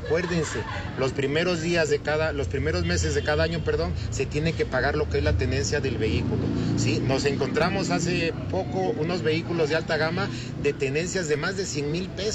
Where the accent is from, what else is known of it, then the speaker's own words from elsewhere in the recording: Mexico; como todo mexicano, nos esperamos a los días últimos